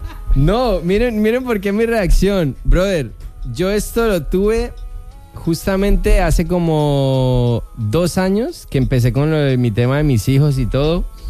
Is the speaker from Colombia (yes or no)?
yes; Colombia; yo soy colombiano, sin miedo a nada.